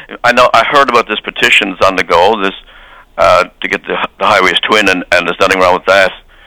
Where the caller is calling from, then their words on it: Newfoundland and Labrador, Canada; I'm from the East Coast